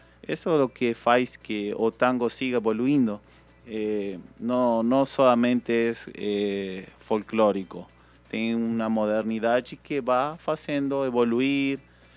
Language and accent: Portuguese; Argentina; Portuguese is a second language; now in Manaus, Brazil